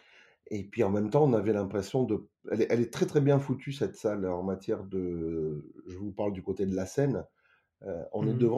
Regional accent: Nice, Provence-Alpes-Côte d'Azur, France; Je joue régulièrement aussi au musée des arts asiatiques de Nice, donc là c'est ma ville natale, on va dire que je suis à la maison.

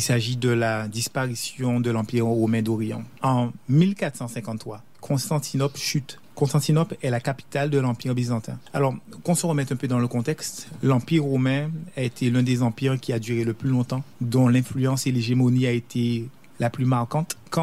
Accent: France; nous en tant que Français

